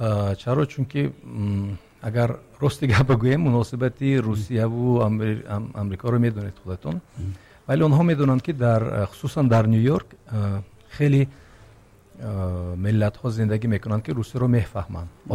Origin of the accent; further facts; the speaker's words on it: Tajikistan; now in New York, United States; من از تاجیکستان هستم و مردمی ما خیلی باسواد هستند